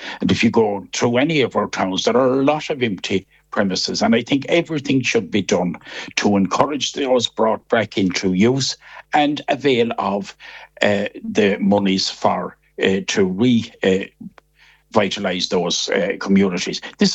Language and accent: English; Kilkelly, Connacht, Ireland; it's 69 years since my hometown Kilkelly had the privilege of having the chairman.